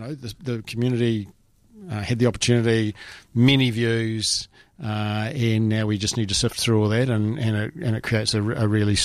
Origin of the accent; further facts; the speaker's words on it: New Zealand; my heart burst just as a Kiwi watching him